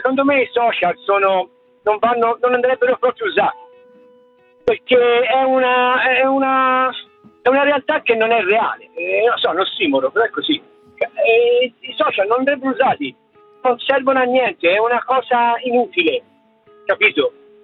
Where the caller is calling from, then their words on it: Santa Croce sull'Arno, Tuscany, Italy; Allora io sto a Santa Croce.